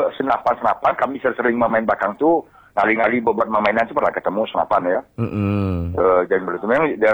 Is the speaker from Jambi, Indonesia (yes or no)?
yes; Jambi, Indonesia; now in Muara Bungo, Indonesia; Ya aku ninggalin Brownie itu, aku lahir besar di Brownie ya.